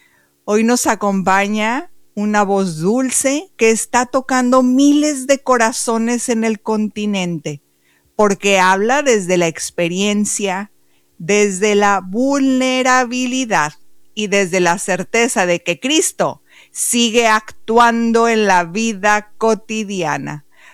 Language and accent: Spanish; Mexico; yo soy de México